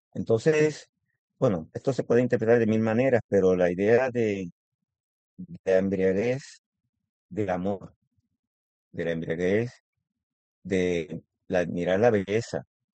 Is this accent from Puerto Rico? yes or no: yes; Puerto Rico; me preguntó de dónde eres, Puerto Rico